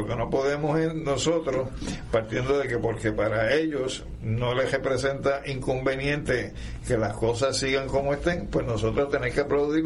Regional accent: Puerto Rico; Yo como puertorriqueño que sufro la colonia, no que vivo de ella

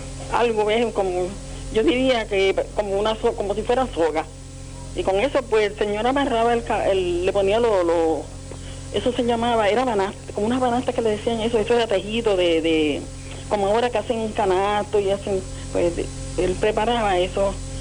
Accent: San Germán, Puerto Rico; born there; Yo me crié en Barrio Cotín de San Germán

